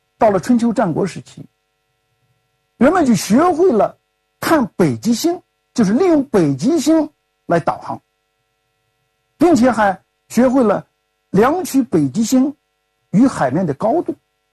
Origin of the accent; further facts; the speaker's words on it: China; 我们中国人就发明了过洋千星术